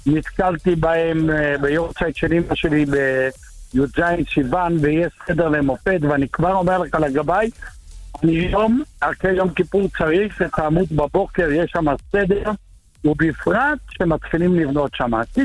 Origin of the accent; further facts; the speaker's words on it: Jerusalem, Jerusalem District, Israel; אני גם ירושלמי, וגדלתי בזכרון משה